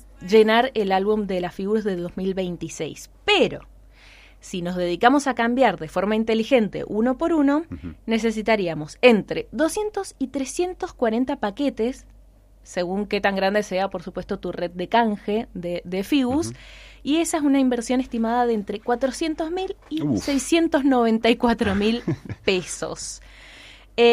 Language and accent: Spanish; Argentina; nos ponemos más argentinos, y bueno, somos intensos los argentinos, lo sabemos.